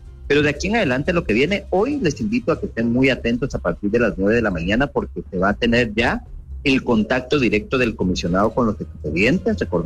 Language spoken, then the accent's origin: Spanish; Guatemala; la mala costumbre que como guatemaltecos podríamos describir que todo se deja a última hora.